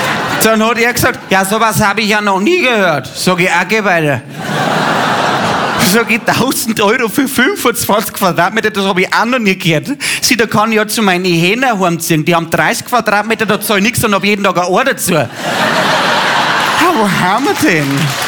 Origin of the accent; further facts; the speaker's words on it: Bavaria, Germany; Sie bei uns im Bayerischen Wald heißt das ausgeräumt.